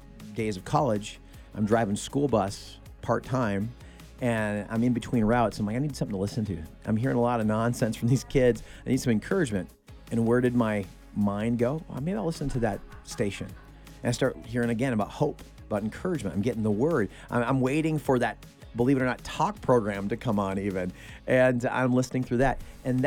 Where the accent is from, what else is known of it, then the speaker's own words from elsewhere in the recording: Minneapolis–Saint Paul, Minnesota, United States; I grew up in the Twin Cities